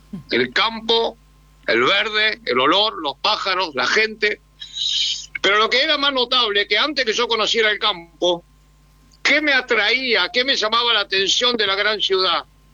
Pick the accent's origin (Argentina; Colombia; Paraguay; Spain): Argentina; General Belgrano, Buenos Aires Province; de los Pagos de Belgrano.